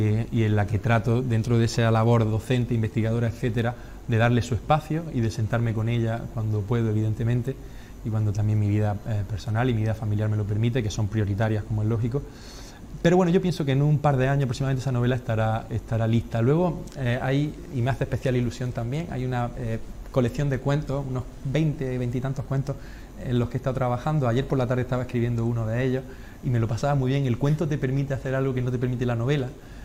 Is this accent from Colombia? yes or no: no; Adra, Andalusia, Spain; born there; en mi pueblo, en mi querido pueblo, en Adra